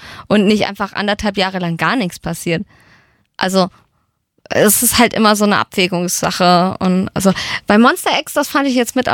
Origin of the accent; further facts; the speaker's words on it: Gelnhausen, Hesse, Germany; Ich bin in Gelnhausen aufgewachsen, da haben wir irgendwo ein Haus, wo Goethe mal für 3 Nächte gepennt hat.